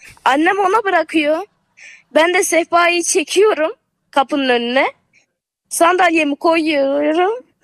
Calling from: Mersin, Turkey; Mersin'den abi.

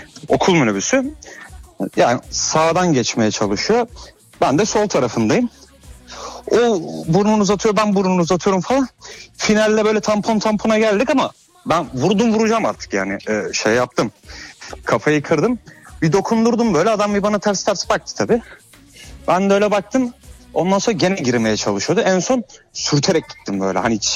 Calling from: Istanbul, Turkey; İstanbul Esenler.

